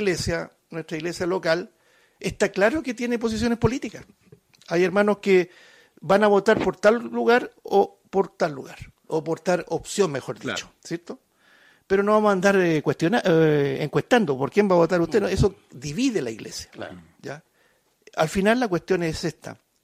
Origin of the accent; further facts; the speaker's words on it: Chile; born there; somos chilenos, nacimos aquí, pero en el reino de Cristo no estamos aquí